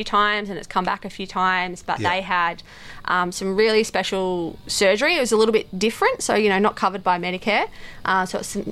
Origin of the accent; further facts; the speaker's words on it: East Coast, Australia; I'm also from the East Coast.